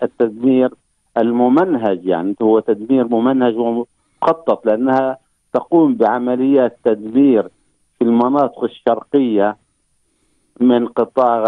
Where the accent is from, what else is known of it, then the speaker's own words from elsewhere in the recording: Palestine; ولكن بالنسبة لنا كفلسطينيين المشكلة ليست غزة فقط